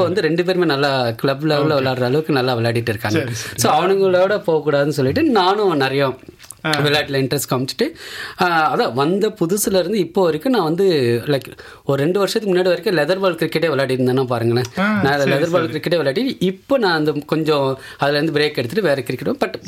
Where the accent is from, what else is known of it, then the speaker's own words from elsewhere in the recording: Chennai, Tamil Nadu, India; நான் சென்னையில் பிறந்து வளர்ந்தேன்.